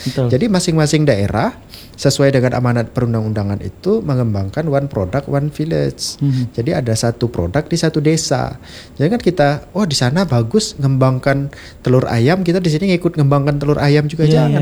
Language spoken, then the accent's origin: Indonesian; West Kalimantan, Indonesia; Di kampung saya di pedalaman Kabupaten Melawi sana